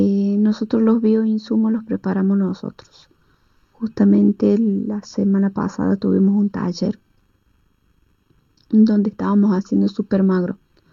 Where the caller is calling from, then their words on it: Pilar, Córdoba, Argentina; Nosotros somos de Pilar, departamento Río Segundo.